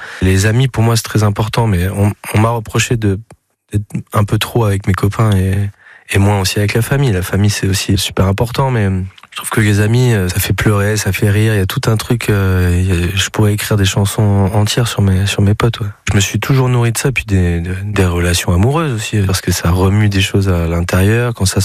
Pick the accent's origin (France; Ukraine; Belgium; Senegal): France; Bergerac, Nouvelle-Aquitaine; born there; Je suis né à Bergerac et ce qui est marrant dans ma famille, c'est que il n'y a pas un seul Périgord que je ne connais pas parce que chaque membre de ma famille sont un peu explosés un petit peu partout.